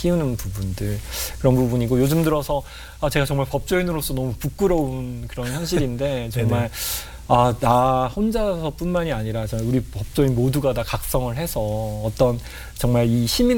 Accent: South Korea; 저도 이제 한국인이지만

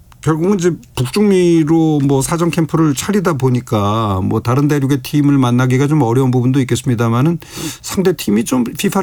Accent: North Korea; 북한 여자 축구팀, 내 고향 여자 축구단이 오늘 입국 예정이었는데

